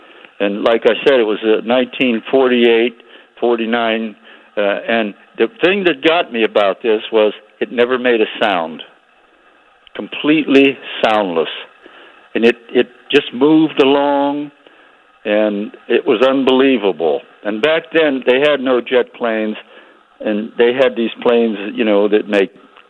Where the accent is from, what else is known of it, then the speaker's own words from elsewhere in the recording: Pennsylvania, United States; now in Andover, Ohio, United States; We were kids in a little coal mining town in Pennsylvania where I was born